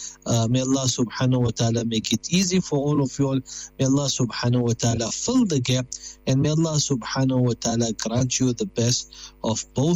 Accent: South Africa; now in Blackburn, United Kingdom; I'm formerly from South Africa.

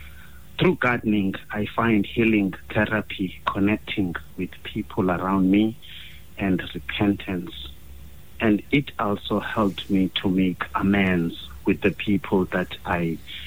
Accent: Cape Town, Western Cape, South Africa; I grew up inside the Khayelitsha in Cape Town. I was raised by a single parent.

